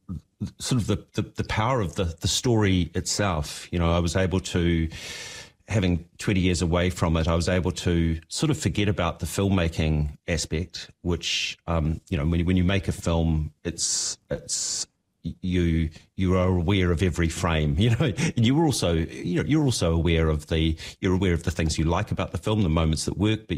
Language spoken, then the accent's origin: English; Dunedin, Otago, New Zealand; Yeah, well, I'm from Dunedin